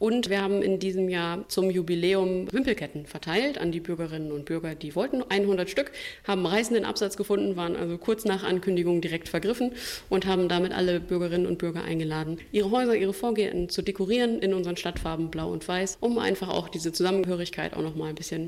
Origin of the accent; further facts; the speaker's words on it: Jever, Lower Saxony, Germany; ich bin ja gebürtige Jeferanerin